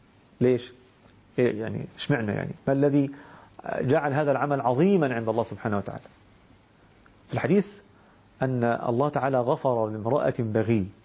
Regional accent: Egypt; إحنا مسمينه عندنا في مصر النهاردة اسمه يسموه ترند

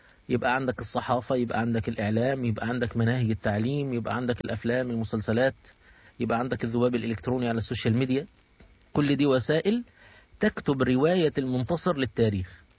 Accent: Egypt

